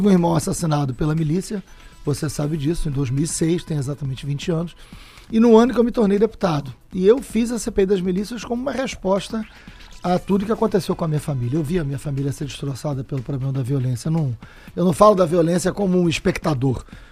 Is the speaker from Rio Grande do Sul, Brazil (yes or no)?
no; Niterói, Rio de Janeiro, Brazil; also born or lived in São Gonçalo; eu fui um jovem de periferia, né? Nasci em São Gonçalo, fui criado em Niterói, no bairro do Fonseca.